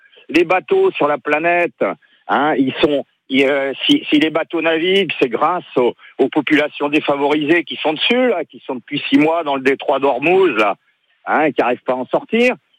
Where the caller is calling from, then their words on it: Corsica, France; ça fait 36 ans que je vis en Corse